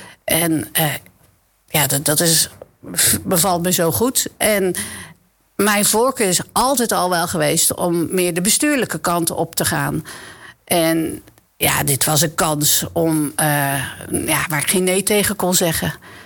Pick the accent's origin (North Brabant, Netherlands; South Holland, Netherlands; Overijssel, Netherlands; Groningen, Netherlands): South Holland, Netherlands; Dordrecht; Ik ben geboren en getogen in Dordrecht. Maar ja, dat kan je bijna niet loszien van Papendrecht. Ik woon net over de brug in Land van Valk.